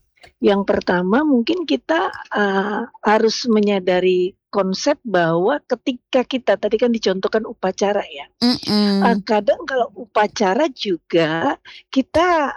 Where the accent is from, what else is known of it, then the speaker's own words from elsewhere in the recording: North Sumatra, Indonesia; Atau orang Batak, saya orang Batak tidak memahami bagaimana suku bangsanya.